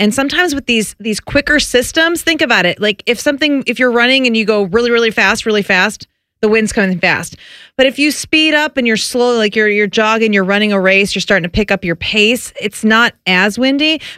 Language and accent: English; Cleveland, Ohio, United States; born or raised there